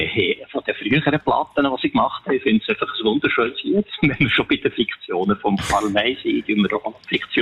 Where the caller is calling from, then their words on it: Bern, Switzerland; als Berner